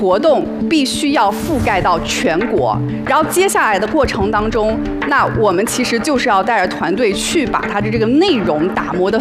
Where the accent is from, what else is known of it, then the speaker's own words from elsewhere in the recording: southern China, China; also born or lived in Beijing; now in Shanghai, China; 因为我是南方人嘛